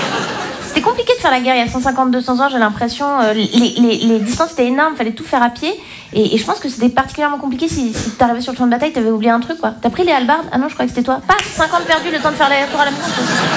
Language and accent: French; Romandy, Switzerland; first language French; moi je viens de Suisse romande, chez moi on parle français, mais en même temps on n'a pas la même psychologie que les Français.